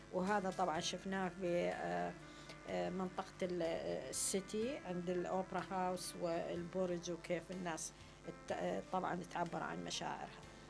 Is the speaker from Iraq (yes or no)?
yes; Iraq; accent: Iraqi; احنا نقول عليه البطوط بلهجتنا العراقية